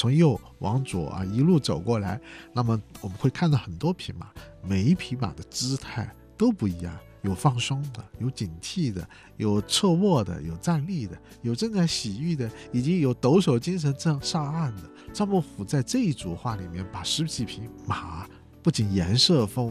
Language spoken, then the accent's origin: Chinese; China; 我们中国人